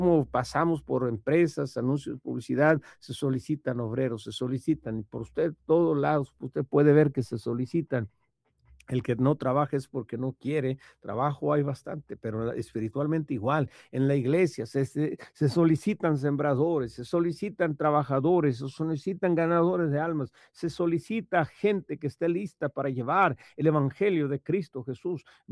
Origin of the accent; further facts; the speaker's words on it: Mexico; nosotros mismos como mexicanos que somos de aquí también